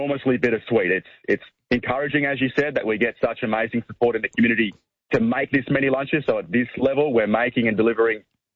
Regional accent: Shepparton, Victoria, Australia; born or raised there

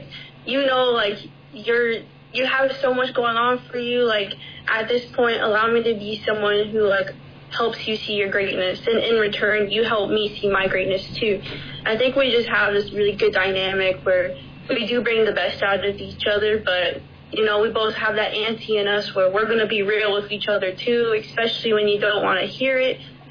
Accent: Chandler, Arizona, United States; even my hometown in Chandler

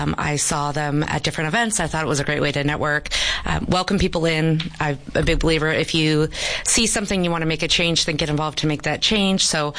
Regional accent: Salinas, California, United States; moved away as an adult; now in Yuma, United States; Salinas, California.

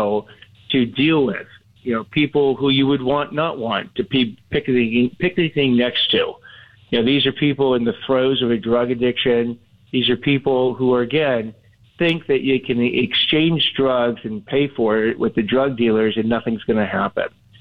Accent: Los Angeles, California, United States; I grew up in Los Angeles.

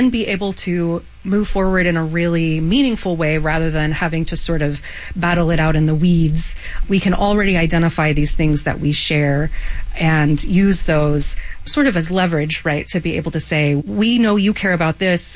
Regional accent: Texas, United States

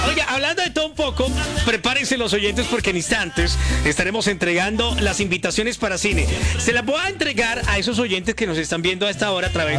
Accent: Colombia; Tenemos que salir todos los colombianos, todos a votar

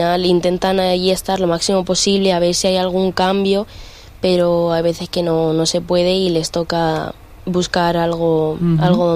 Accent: Western Ukraine, Ukraine; now in Elche, Spain; nuestra casa está más pegada al oeste, más pegada a Polonia

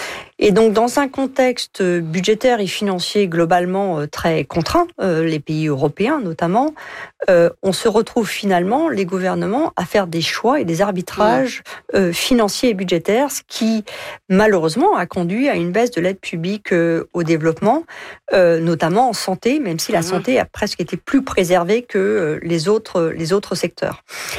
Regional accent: France

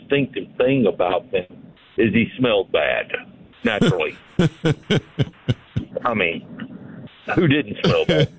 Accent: Georgia, United States; we are from South Georgia, Atlanta, you know, between Atlanta and the Florida border.

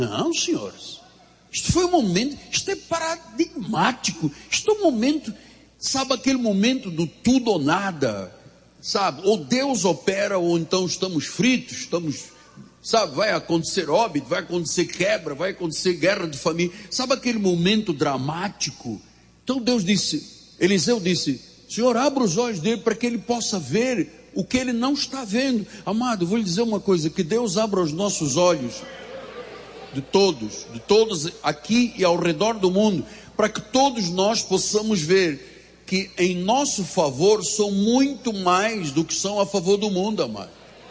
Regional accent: Angola; Claro, sou de Angola. Ué, mas você não é negro? Eu falei, não sou negro, sou branco de Angola.

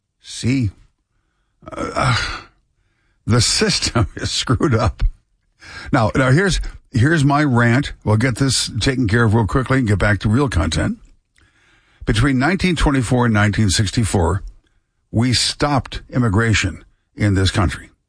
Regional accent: Midwest, United States; I grew up in the Midwest. There was a very, very, you know, large part of town that was all Polish, large part of town that was Czechoslovakian

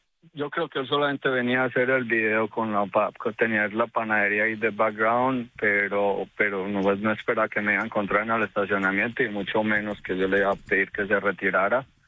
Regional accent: Antioquia, Colombia; now in United States; somos de sangre paisa, sangre arrieros. Yo fui exmilitar en Colombia.

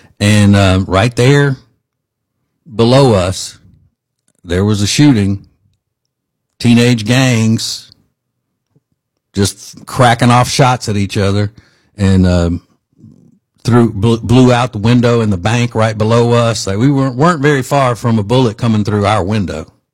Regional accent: Louisiana, United States; moved away as an adult; now in Charlotte, United States; You know, we're from Louisiana

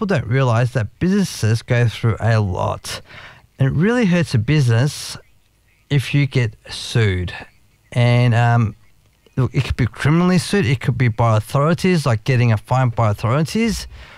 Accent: Cranbourne, Victoria, Australia; He's from Cranbourne. I'm from Cranbourne.

